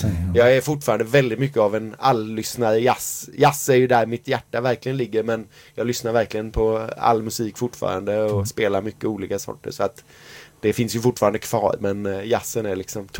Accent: Gothenburg, Västra Götaland County, Sweden; born or raised there

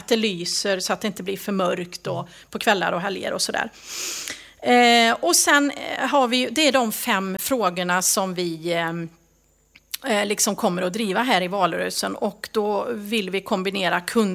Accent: Hudene, Västra Götaland County, Sweden; Jag är från Herrljunga kommun från början. Mm. Från Hudene.

